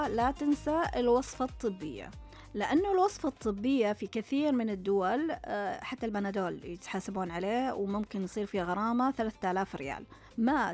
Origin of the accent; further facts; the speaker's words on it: Saudi Arabia; عندنا في السعودية